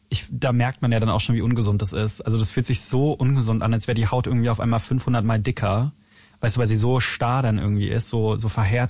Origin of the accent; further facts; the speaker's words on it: Berlin, Germany; ich komme ja aus Berlin